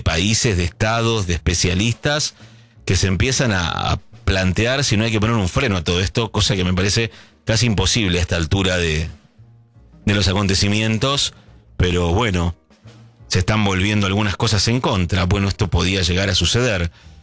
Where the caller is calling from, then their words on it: Banfield, Buenos Aires Province, Argentina; de Banfield, escucho todas las noches